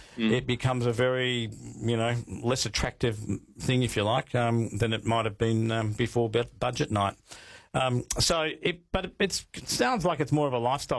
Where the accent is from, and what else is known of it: Western Australia, Australia